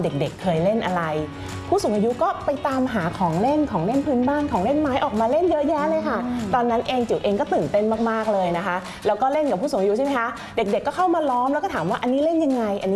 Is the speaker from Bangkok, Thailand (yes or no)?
yes; Bangkok, Thailand; เองนะคะเกิดและเติบโตในกรุงเทพเนาะบ้านก็เป็นบ้านตึกแถวเราก็ชอบเล่นมากๆเลย